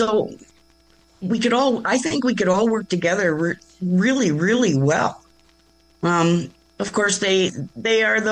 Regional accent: Highlands East, Ontario, Canada; I have grown up here. I've been here in this area for 60 years. I'm a generational, you know, my mother and then my granddaddy and then his daddy. And we've been here for a long time.

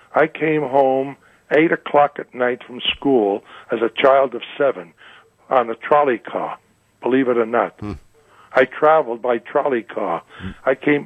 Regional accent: Brooklyn, New York, United States; accent: Brooklyn; my Brooklyn accent.

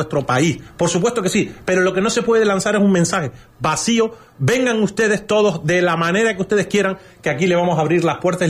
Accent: Canary Islands, Spain; Sí, sí, soy canario.

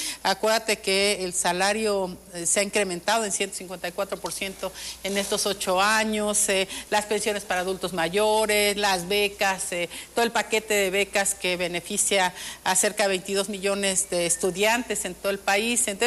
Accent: Michoacán, Mexico; este es un libro que le dedico a las mujeres de mi tierra, a las mujeres de la Tierra Caliente y la Sierra Costa de Michoacán.

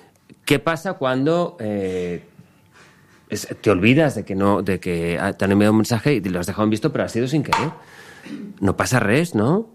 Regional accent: Valencian Community, Spain; Siendo yo valenciano es una expresión complicada.

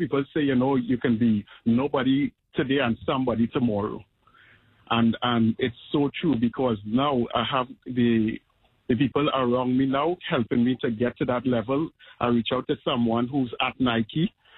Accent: Trinidad & Tobago; now in United States; Trinidad and Tobago.

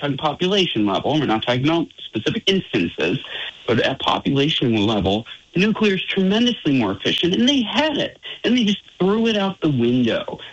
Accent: United States; as an American

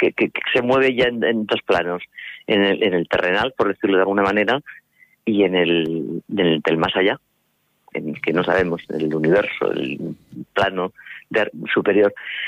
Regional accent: Aragon, Spain; Pero yo soy, como buena aragonesa, soy, tengo un punto así brutica

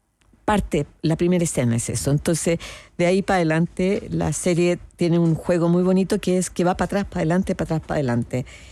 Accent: Chile; La mayoría somos chilenos.

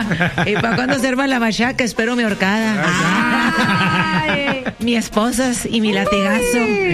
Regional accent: northern Mexico, Mexico; en el norte no nos rajamos

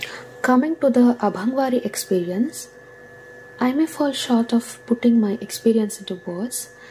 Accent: Udupi, Karnataka, India; moved away; So back in India, there was a concert of Sir in my hometown, Udupi, which is in Karna

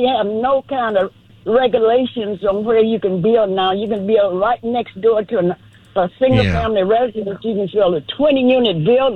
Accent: Los Angeles, California, United States; Hi, I am from Los Angeles.

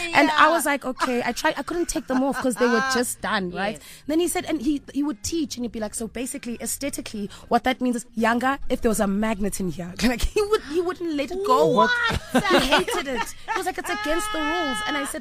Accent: Nelspruit, Mpumalanga, South Africa; I'm from Mpumalanga, Nelspruit.

